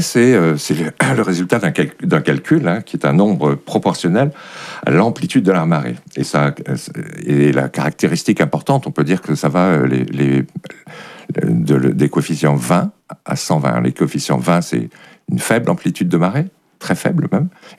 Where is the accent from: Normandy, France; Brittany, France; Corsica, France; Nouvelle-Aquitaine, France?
Brittany, France; chez nous dans le Finistère